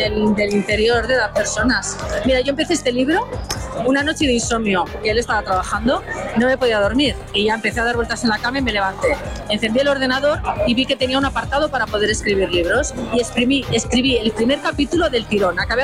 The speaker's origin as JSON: {"language": "Spanish", "area": "Barcelona", "region": "Catalonia", "country": "Spain", "also_born_or_lived": "Olesa de Montserrat", "said": "nosotros somos de Barcelona."}